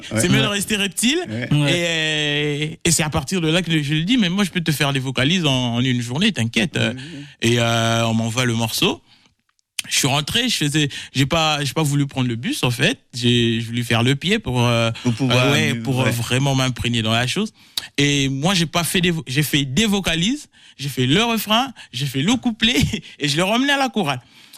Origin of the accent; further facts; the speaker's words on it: DR Congo; parce que moi je viens du Congo. Il faut le dire, je viens d'Afrique, je viens du Congo.